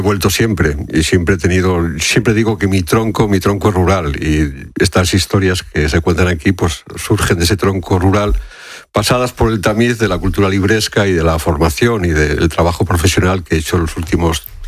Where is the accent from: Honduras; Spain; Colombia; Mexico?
Spain; Fermoselle, Castile and León; Pues muchas gracias. Eso es una casa de mi pueblo, de Fermosella.